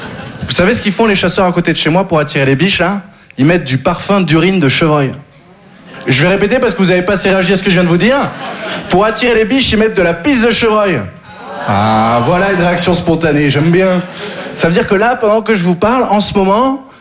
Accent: Occitanie, France; Je viens du Sud, j'ai grandi dans le Gard. Le Gard, vous connaissez ?

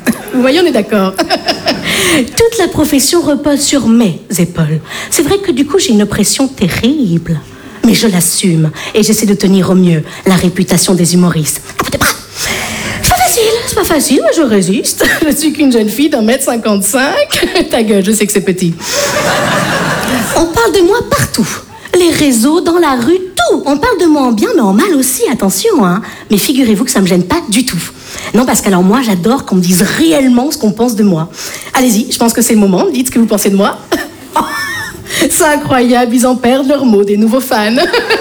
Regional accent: Bordeaux, Nouvelle-Aquitaine, France; je viens de Bordeaux.

